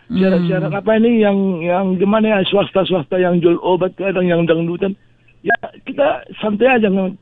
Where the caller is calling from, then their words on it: Riau, Indonesia; Di Pelalawan